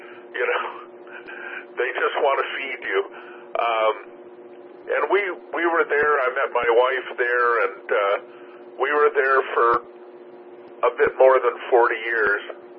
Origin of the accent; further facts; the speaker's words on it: Niles, Michigan, United States; moved away as an adult; also born or lived in Interlochen, Michigan / Ithaca, New York; now in Del Rio, United States; I grew up in southern Michigan, just a place called Niles. It's just north of South Bend. Went to high school up by Traverse City, a place called Interlochen, college in Ithaca, New York